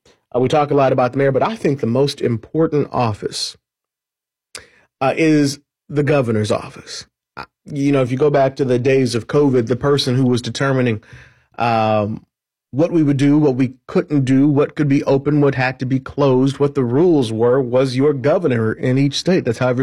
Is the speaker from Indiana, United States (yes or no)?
yes; Indiana, United States; Now, I'm from Indiana, but I've lived in other places.